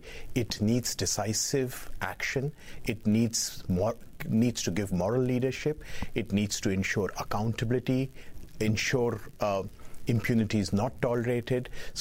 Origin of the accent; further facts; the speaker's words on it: India; whether I come from India, so I've seen movements in Sri Lanka